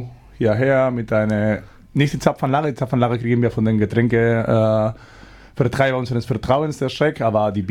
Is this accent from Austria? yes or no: no; Spain; Ich bin Spanier, ich kann Französisch nicht.